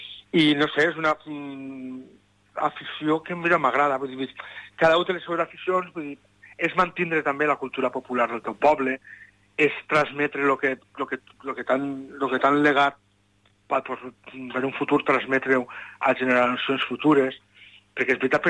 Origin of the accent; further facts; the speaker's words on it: Valencian Community, Spain; nosaltres som del País Valencià